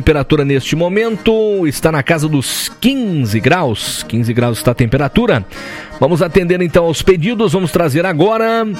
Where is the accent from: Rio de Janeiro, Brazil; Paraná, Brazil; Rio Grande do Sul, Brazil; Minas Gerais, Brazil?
Rio Grande do Sul, Brazil; Eu sou gaúcho, né?